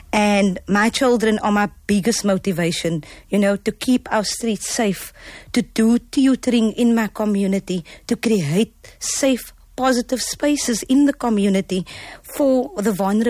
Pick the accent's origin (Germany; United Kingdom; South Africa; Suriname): South Africa; Lotus River, Western Cape; I was raised in Losity, and I believe this is where everything started. So having grown up in Losity